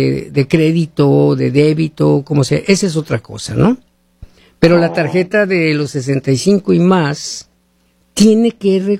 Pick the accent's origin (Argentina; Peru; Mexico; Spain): Mexico; como mexicanos, como ciudadanos mexicanos